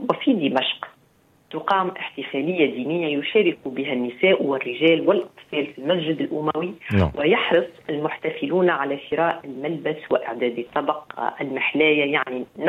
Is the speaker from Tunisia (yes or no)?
yes; Tunisia; كما عندنا في تونس